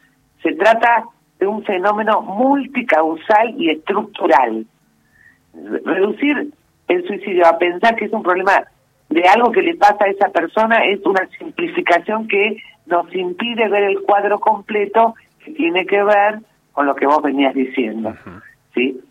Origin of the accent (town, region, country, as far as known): Argentina